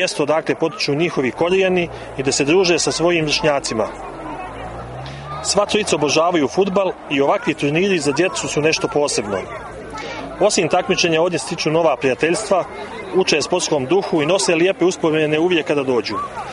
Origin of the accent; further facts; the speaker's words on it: Zabljeđe, Andrijevica, Montenegro; now in Podgorica, Montenegro; Iako živim u Podgorici, ja sam podrijetlom iz Zabljeđa iz Andrejevice i uvijek se rado vraćam svom kraju.